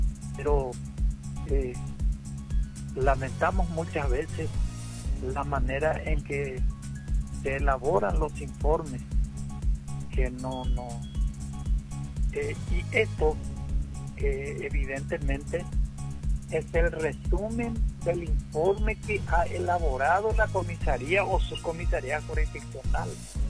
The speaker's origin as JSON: {"language": "Spanish", "town": "Mallorquín", "region": "Alto Paraná", "country": "Paraguay", "moved": "yes", "said": "yo soy de Mallorquín, tengo muchos parientes, hermanos allá"}